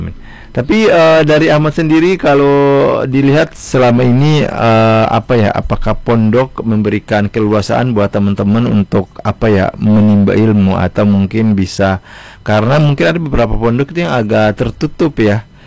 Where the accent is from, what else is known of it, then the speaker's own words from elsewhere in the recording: Ambon, Maluku, Indonesia; kita orang Ambon yang menuntut ilmu di sumber kejauhan itu.